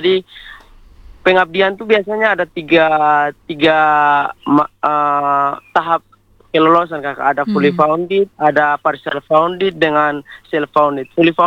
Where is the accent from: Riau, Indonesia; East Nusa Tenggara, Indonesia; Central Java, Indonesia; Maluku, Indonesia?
East Nusa Tenggara, Indonesia; kami orang NTT